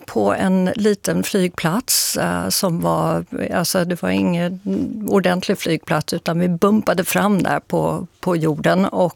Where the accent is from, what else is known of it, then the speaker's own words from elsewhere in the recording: Stockholm, Stockholm County, Sweden; Jag är uppvuxen i Stockholm.